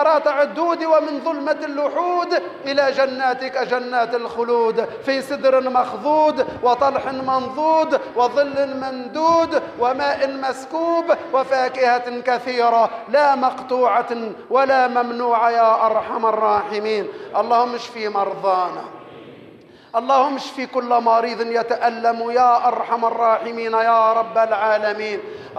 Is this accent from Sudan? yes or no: no; Tunisia; نسألك اللهم أن تجعل بلدنا تونس أمنا وأمانا، سلما وسلاما وإسلاما، سخاء رخاء.